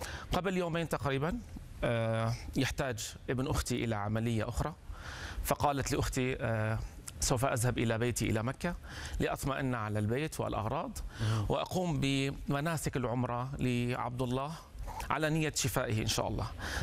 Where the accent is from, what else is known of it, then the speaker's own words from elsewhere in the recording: Syria; now in Qatar; نحن في نظرنا شعب السوري 14 سنة عانينا من هذا الأمر.